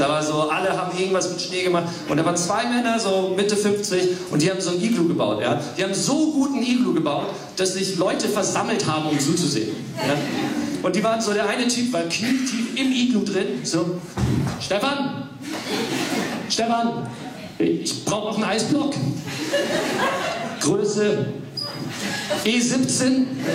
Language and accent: German; Wales, United Kingdom; Ich komme aus Wales. Bei uns ist es einfach immer furchtbar.